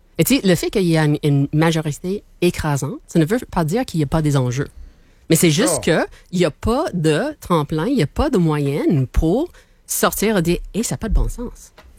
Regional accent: Hamilton, Ontario, Canada; moved away; ma ville natale a été choisie.

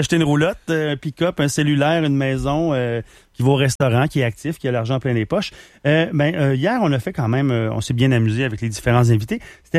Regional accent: Quebec, Canada; en tant que Québécois

